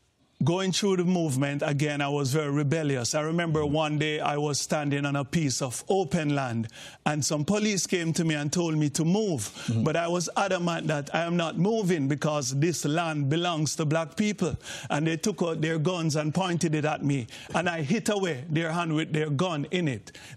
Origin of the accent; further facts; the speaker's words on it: Jamaica; growing up in Jamaica, Christianity is the primary or the dominant religion there.